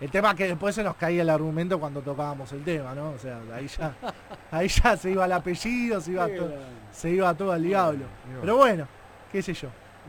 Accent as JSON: {"language": "Spanish", "town": "La Matanza", "region": "Buenos Aires Province", "country": "Argentina", "said": "yo soy orgullosamente de la zona oeste, yo soy de La Matanza, Matancero."}